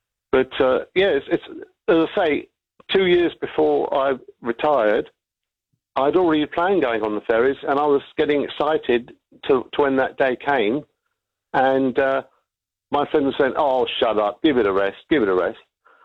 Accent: Half Moon Bay, Auckland, New Zealand; Half Moon Bay.

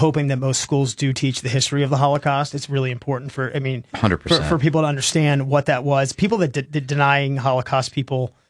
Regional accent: Bexley, Ohio, United States; I grew up in Bexley. I know exactly what that's all about, especially in the 80s and 90s.

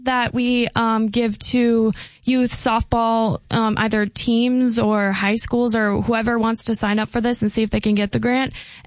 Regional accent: Dickinson, North Dakota, United States; now in Grand Forks, United States; I was born in Dickinson.

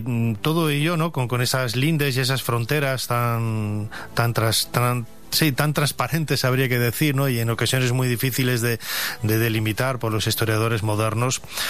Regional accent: Spain; yo soy español y tira la patria, tira también lo que hay por aquí, ¿no?

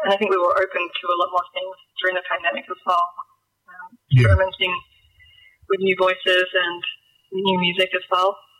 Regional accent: Perth, Western Australia, Australia; I think growing up in Perth, and at the time I did, it was mainly just the basics of getting through school and trying to work out where I was going to fit in life.

